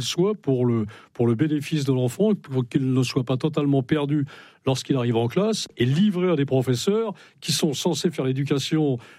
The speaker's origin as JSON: {"language": "French", "region": "Brittany", "country": "France", "said": "C'est pas parce que je suis breton que je ne fais pas partie."}